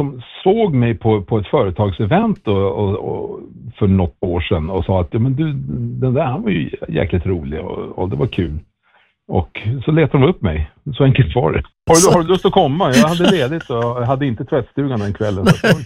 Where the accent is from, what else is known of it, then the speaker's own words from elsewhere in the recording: Norrland, Sweden; Jag är själv norrlänning, så jag vet ju hur det var.